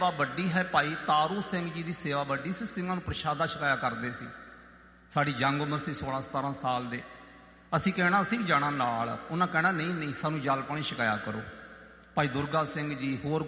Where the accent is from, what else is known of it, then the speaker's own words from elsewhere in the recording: Jhamka, Punjab, India; ਮੇਰਾ ਪਿੰਡ ਮਾਣੋਚਾਲ ਅਤੇ ਪੰਜਵੜ ਦੇ ਵਿਚਕਾਰ ਹੈ। ਮਾਣੋਚਾਲ ਸਾਡੇ ਇੱਧਰ ਹੈ ਅਤੇ ਪੰਜਵੜ ਸਾਡੇ ਇੱਧਰ ਹੈ। ਵਿੱਚ ਮੇਰਾ ਪਿੰਡ ਹੈ ਝਾਮਕਾ।